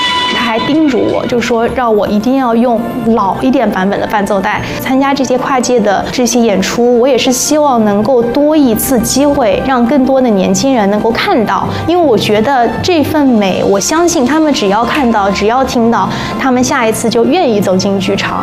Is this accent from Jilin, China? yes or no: no; Hangzhou, Zhejiang, China; born there; now in Shanghai, China; 我出生于浙江的杭州